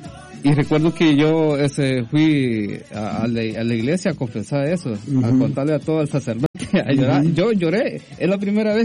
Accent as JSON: {"language": "Spanish", "town": "San Rafael Cedros", "region": "Cuscatlán", "country": "El Salvador", "said": "Sí, es de la parroquia de San Rafael Cedro."}